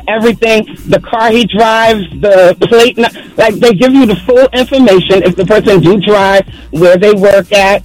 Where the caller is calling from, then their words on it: Yonkers, New York, United States; I'm calling from Yonkers.